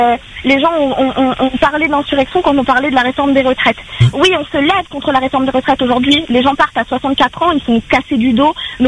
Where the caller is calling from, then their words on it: France; Moi je suis française, hein, complètement.